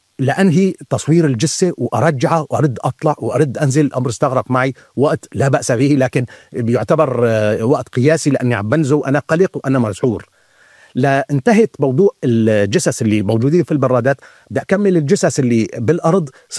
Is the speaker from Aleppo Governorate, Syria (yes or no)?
yes; Aleppo, Aleppo Governorate, Syria; الحلب هي مدينتي